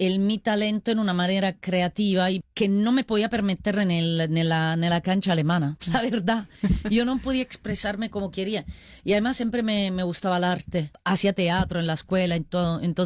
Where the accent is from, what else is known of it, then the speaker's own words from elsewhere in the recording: Bari, Apulia, Italy; Spanish is a second language; moved away as an adult; also born or lived in Naples / Rome / Berlin; yo soy del sur de Puglia, de Bari, de esta región, pero tengo mucha conexión con Nápoles, tengo mi madrina de Nápoles, viví algunos años, los últimos 3-4 años en Nápoles.